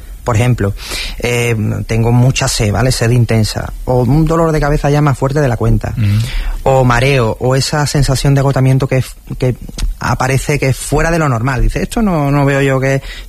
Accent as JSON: {"language": "Spanish", "country": "Spain", "said": "yo creo que es que somos españoles y como españoles que somos decimos, venga, vamos, no, seguimos."}